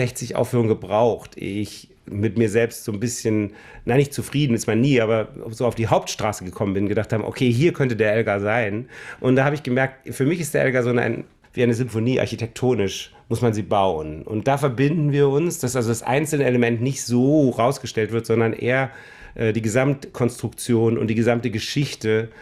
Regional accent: Germany; Das können wir eigentlich nicht als Deutsche.

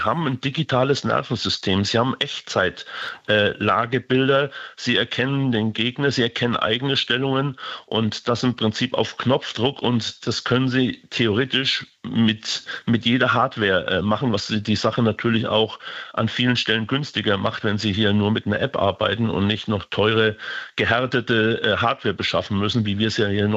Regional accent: Germany; wir als Deutsche

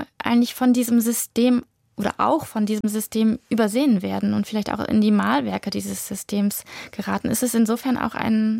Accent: West Germany, Germany; born there; Also im Westen, und ich bin auch im Westen geboren

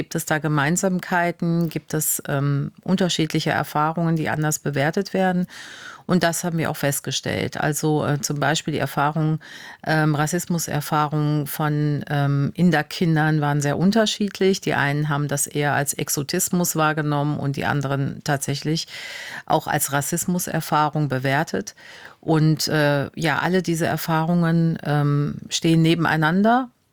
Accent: Unkel, Rhineland-Palatinate, Germany; Das ist bei uns in Unkel Scheuren, wo ich aufgewachsen bin, der Döppekuchen gewesen.

